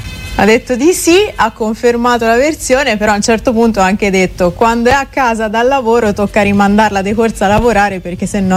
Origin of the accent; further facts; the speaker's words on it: Tuscany, Italy; è nata in questo paesino ridente della Val di Chiana, il 15 dicembre 1983, e sono cresciuta lì.